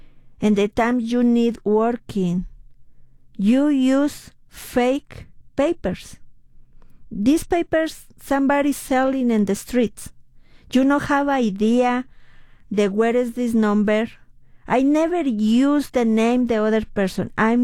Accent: Mexico City, Mexico; English is a second language; moved away as an adult; now in United States

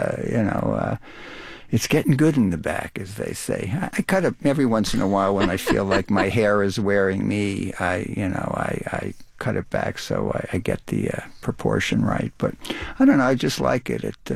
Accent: Brooklyn, New York, United States; And when I was growing up in Brooklyn, I would see the older kids on the corner hitting notes

